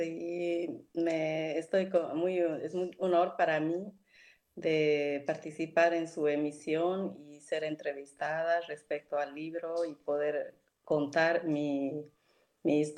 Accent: Tarija, Bolivia; moved away as an adult; now in Belgium; yo soy boliviana, nací en Tarija, viví en Bolivia hasta mis 26 años, estudié ingeniería informática y también estudié idiomas, porque siempre me apasionaron los idiomas. Aprendí inglés y francés en Bolivia

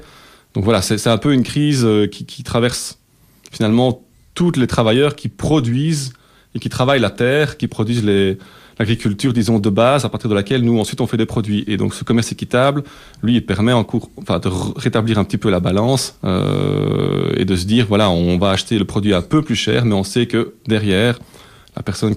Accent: Belgium

